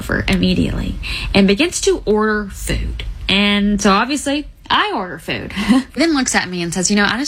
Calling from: the South, United States; accent: Southern; I'm from the South.

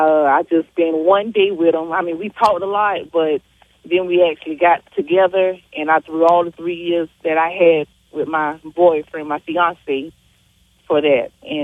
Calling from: Barnwell, South Carolina, United States; And I'm calling from Barnwell, South Carolina.

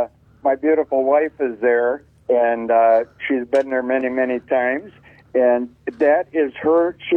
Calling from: Arkansas, United States; I'm calling from Arkansas

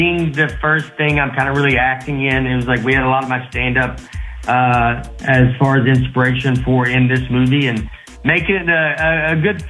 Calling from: Nashville, Tennessee, United States; I'm in Nashville.

